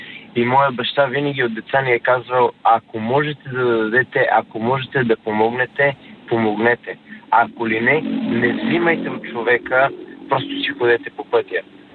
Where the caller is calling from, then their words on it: London, United Kingdom; съм от Лондон.